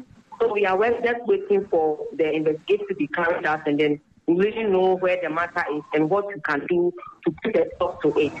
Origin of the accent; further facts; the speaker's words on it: Ghana; our moral values that we know as a Ghanaian, the typical of the village.